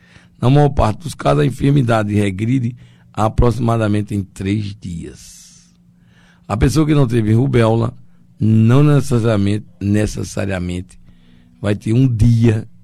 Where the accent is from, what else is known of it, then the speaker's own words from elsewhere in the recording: Campina Grande, Paraíba, Brazil; daqui de Campina Grande, a minha cidade natal.